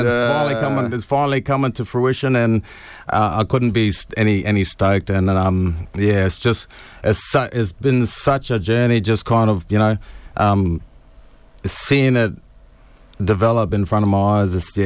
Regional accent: Jumbun, Queensland, Australia; I'm a proud worker, mate. Get him a mile from Cardwell, Jumbun, a little Aboriginal community there, just North Queensland of Australia.

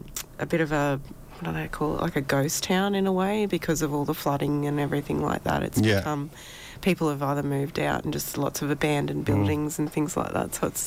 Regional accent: Gympie, Queensland, Australia; I grew up in Gympie and we had nothing.

